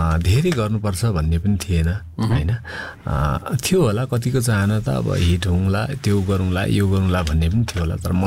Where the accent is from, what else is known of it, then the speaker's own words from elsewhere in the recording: Taplejung, Koshi Province, Nepal; ठ्याक्कै मेरो गाउँदेखि पारिपट्टि कामबाङ गाउँ नै छ कि, उहाँहरूले मलाई देख्नुहुन्छ, मेरो घर देख्नुहुन्छ, म उहाँहरूको घर देख्छु